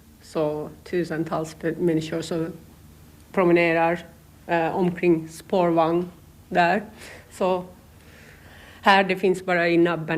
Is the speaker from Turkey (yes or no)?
yes; Istanbul, Turkey; Swedish is a second language; moved away as an adult; now in Åland, Finland; jag utsprung från Istanbul, det som är lite skillnad, som är 15 miljoner till 30 000.